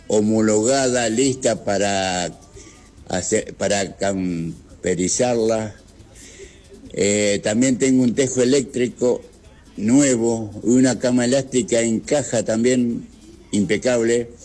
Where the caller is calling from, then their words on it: Viedma, Río Negro, Argentina; de Viedma. Vivo en la República de Santa Clara.